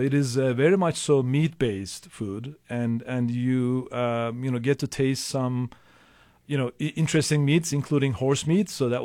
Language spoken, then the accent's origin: English; Turkey; moved away; growing up in Turkey, during a time when Turkey started opening up to the rest of the world